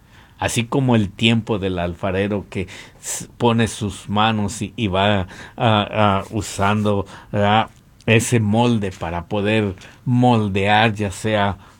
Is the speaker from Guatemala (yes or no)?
no; Mexico; moved away as an adult; yo recuerdo que hace algún tiempo cuando estaba allá en México, en mi país, una vez me mandaron a trabajar a cierto estado con otras personas.